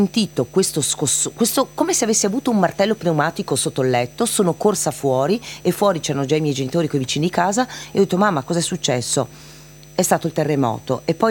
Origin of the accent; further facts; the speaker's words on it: Laghetti di Egna, Trentino-Alto Adige, Italy; Io vengo dall'Alto Adige, un paesino in provincia di Bolzano, Laghetti di Egna